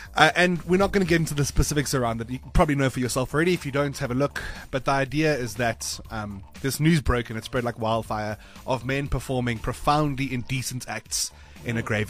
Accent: Boksburg, Gauteng, South Africa; I come from Boksburg, on the east end of Johannesburg. It's where I was born and raised. And I'm very defensive of my town.

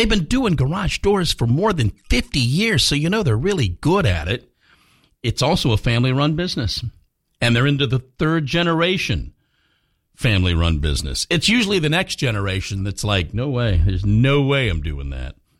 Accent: Philadelphia, Pennsylvania, United States; born there; it is where I was born, Philadelphia, Pennsylvania.

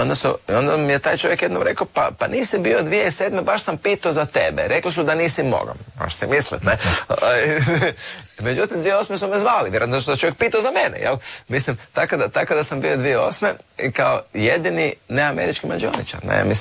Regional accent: Croatia; Međutim, nisu baš bili samo američki, ja sam iz Hrvatske.

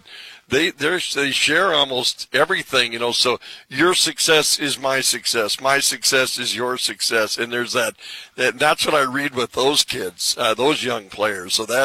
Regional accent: Williston, United States; I had the same thing at church growing up in Williston.

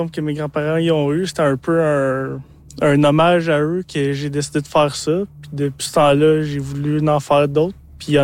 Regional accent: Gatineau, Quebec, Canada; Dans le fond, moi, quand j'étais jeune, je vivais à Gatineau, puis les montgolfières, ils intéressaient à la ferme de mes grands-parents.

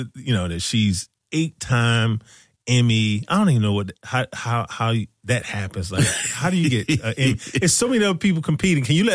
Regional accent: Decatur, Georgia, United States; I'm from Decatur, where it's greater. I'm a Grady baby.

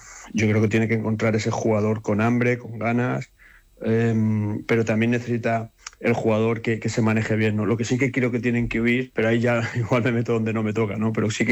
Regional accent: Elche, Valencian Community, Spain; Yo soy de Elche, ¿no? No soy de Aragón, pero recuerdo perfectamente el gol de Najim.

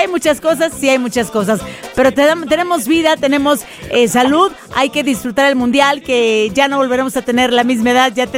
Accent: Mexico City, Mexico; así como decimos en la Ciudad de México.

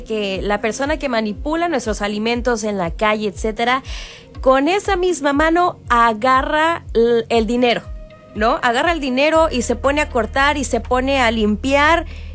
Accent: Mexico; para nosotros como mexicanos

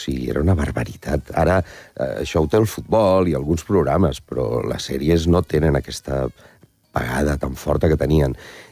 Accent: Alcoy, Valencian Community, Spain; que és unes titelles que es fan al meu poble, al Coi, al Nadal

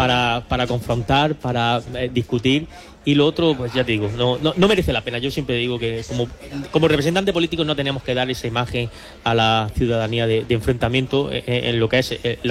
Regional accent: Cuevas del Almanzora, Andalusia, Spain; Yo soy de Cuevas de Almanzora y bueno, pues, aquello, desde aquella zona se veía siempre el inicio del verano esperando a que llegara la Feria de Almería y planificando para venir.

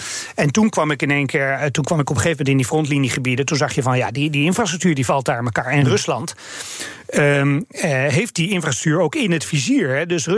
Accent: Noordwijk, South Holland, Netherlands

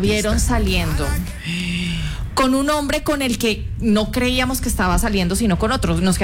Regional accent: Colombia; now in Guatemala; Yo soy colombiana a partir del mediodía.

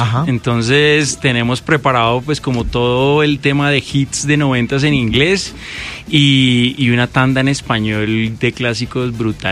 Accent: Popayán, Cauca, Colombia; hey, somos de Popayán, es la cosa. Somos de Popayán. Cerquita.

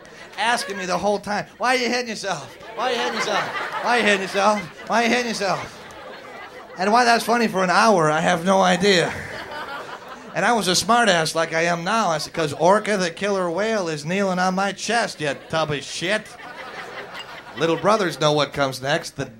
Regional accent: Wisconsin, United States; where I grew up in Wisconsin, we had the worst school lunches in America.

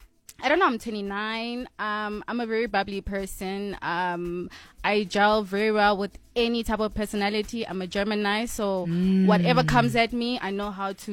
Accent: Polokwane, Limpopo, South Africa; I'm from Polokwane.

